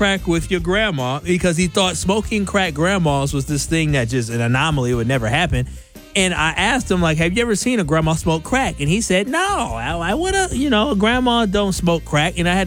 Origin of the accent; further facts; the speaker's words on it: the South, United States; Okay, yeah, no. I'm from the South.